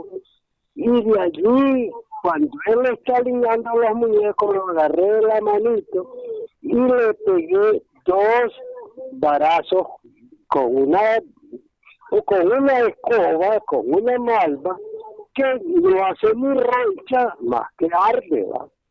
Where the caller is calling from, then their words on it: Guaimaca, Francisco Morazán, Honduras; Aquí estoy en Guaymaca